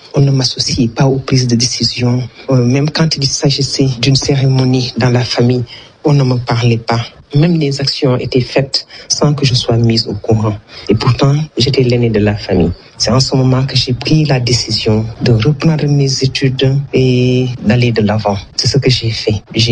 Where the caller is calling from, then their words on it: Dakar, Senegal; j'appelle de Dakar, j'ai 54 ans.